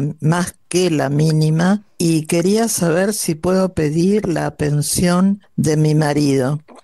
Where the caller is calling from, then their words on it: Olivos, Buenos Aires Province, Argentina; de Olivos.